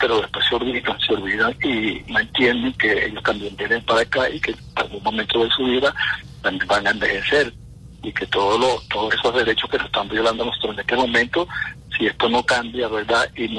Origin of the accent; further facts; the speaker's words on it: Venezuela; ver si de una vez por todas podemos solucionar nuestro problema político y reencontrarnos como país, como venezolanos